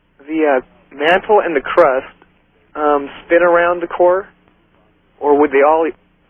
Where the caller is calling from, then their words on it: Prosser, Washington, United States; I'm calling from Prosser, Washington.